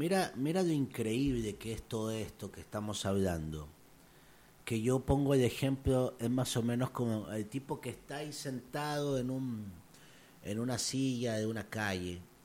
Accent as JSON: {"language": "Spanish", "country": "Chile", "moved": "yes", "lives_now": "Guayaquil, Ecuador", "said": "yo no nací acá, pero yo me considero, además de chileno, yo me considero guayaquileño."}